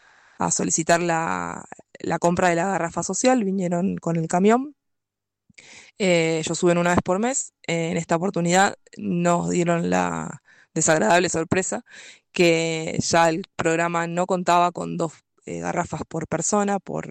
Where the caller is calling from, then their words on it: Mendoza, Argentina; yo soy vecina de Las Carditas.